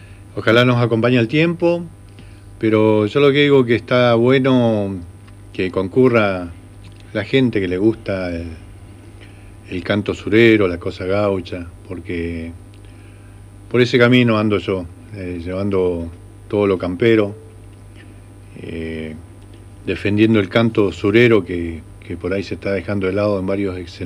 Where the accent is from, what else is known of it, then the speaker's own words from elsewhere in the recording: San Martín de los Andes, Neuquén, Argentina; desde acá, de este rincón de la Patagonia, mi pueblo San Martín de los Andes